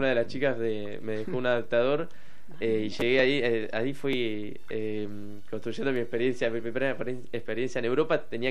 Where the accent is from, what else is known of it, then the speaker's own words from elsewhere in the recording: Argentina; moved away as an adult; yo soy argentino, estoy jugando en China